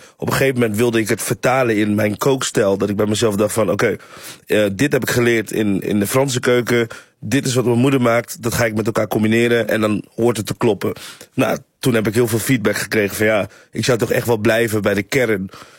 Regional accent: Friesland, Netherlands; now in Amsterdam, Netherlands; ik ben opgegroeid in Friesland met een Nigeriaanse moeder.

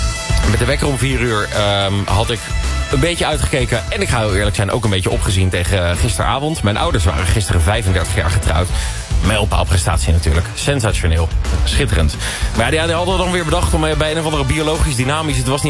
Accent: Nijmegen, Gelderland, Netherlands; ik kom uit Nijmegen. En dat is Nijmegen een soort van grijs gebied. Het is tussen de rivieren. Onder de rivieren wordt carnaval gevierd, erboven bijna niet. Nijmegen ligt er tussenin

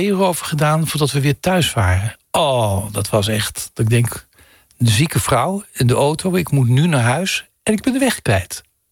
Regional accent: Heerlen, Limburg, Netherlands; born there; Een van de eerste optredens was in de bibliotheek van mijn geboorteplaats Heerlen.

